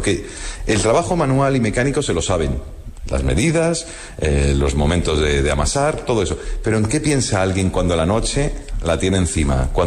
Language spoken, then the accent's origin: Spanish; Madrid, Community of Madrid, Spain; born there; Yo no he nacido en una zona de mar porque nací en Madrid